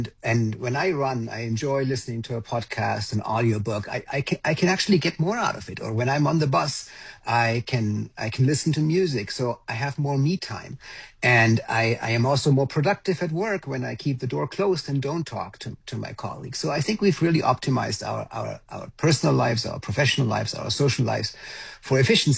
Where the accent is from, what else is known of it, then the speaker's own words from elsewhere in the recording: Germany; now in United States; so I'm originally from Germany. I live in the United States, and my family is all over there.